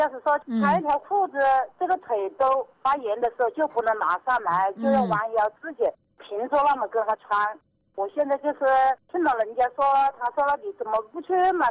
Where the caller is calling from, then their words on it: Shishou, Hubei, China; 我是湖北石首的。